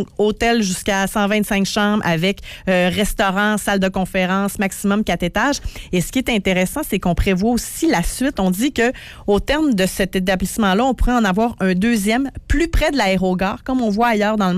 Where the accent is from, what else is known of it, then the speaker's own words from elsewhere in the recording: Saguenay, Quebec, Canada; On vient du Saguenay, là.